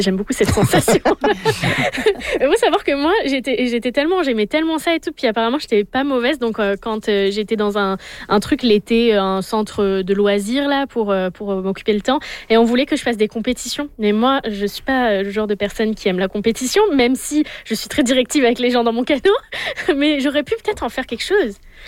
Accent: Southwest France, France; moved away; Moi c'est le sud-ouest de la France, donc c'est les châteaux, les grottes et les rivières.

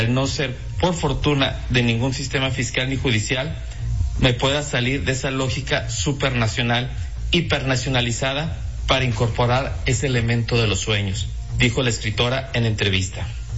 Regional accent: Mexico; Quería contar esta historia porque soy mexicana y porque crecí en este país

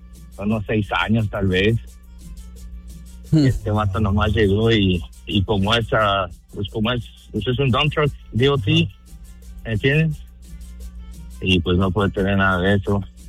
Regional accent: Guatemala; now in United States; Sí, yo soy de Guatemala.

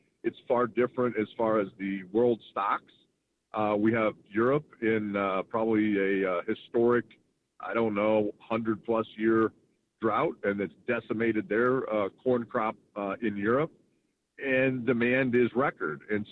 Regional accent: Bureau County, Illinois, United States; I grew up actually in Bureau County, mm-hmm. but I went to school in Bradford. So we grew up right on the county line. I was in 4-H.

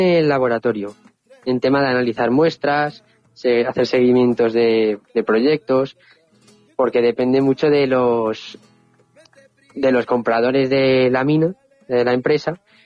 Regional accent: Maluenda, Aragon, Spain; yo como tenía el pueblo cerca, que mi pueblo es Maluenda

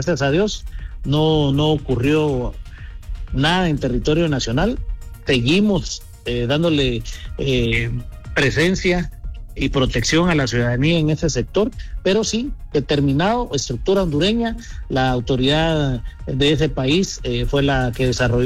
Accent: Guatemala

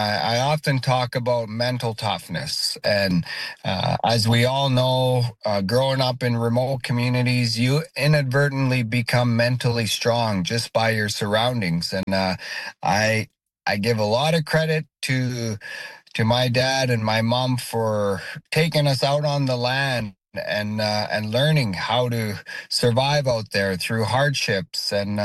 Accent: Nunavut, Canada; growing up in Nunavut has allowed me to stay humbled

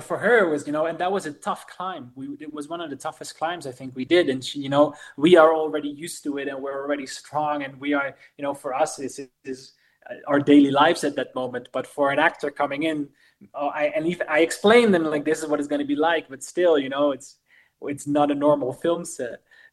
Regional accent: Netherlands; English is a second language; At the moment, you know, we are from the Netherlands.

